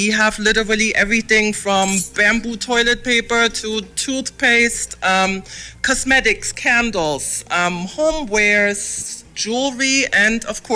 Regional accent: Germany; moved away; growing up in Germany

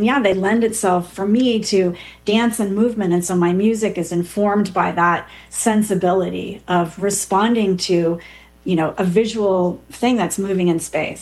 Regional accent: Healdsburg, California, United States; I grew up in Healdsburg, California, which is about an hour north of San Francisco.

